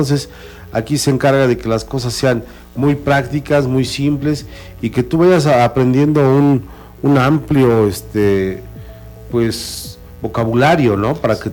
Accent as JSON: {"language": "Spanish", "country": "Mexico"}